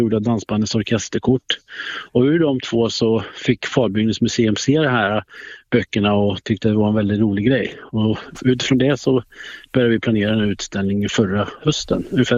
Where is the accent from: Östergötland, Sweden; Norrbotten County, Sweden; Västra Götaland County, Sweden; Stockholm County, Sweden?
Västra Götaland County, Sweden; Skara; Jag är uppvuxen i Skara och det vet ju vem som kommer därifrån.